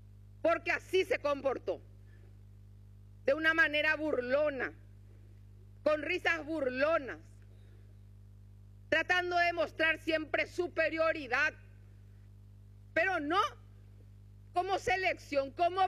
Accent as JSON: {"language": "Spanish", "country": "Paraguay", "said": "y somos senadores de la República del Paraguay con orgullo. Y que Francia se meta con los suyos, que nosotros vamos a defenderle a los paraguayos."}